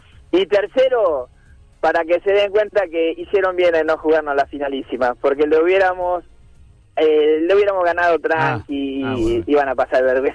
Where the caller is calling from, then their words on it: Billinghurst, San Martín, Buenos Aires Province, Argentina; Yo vivo en Billingwood, o sea, nosotros vivimos en Billingwood.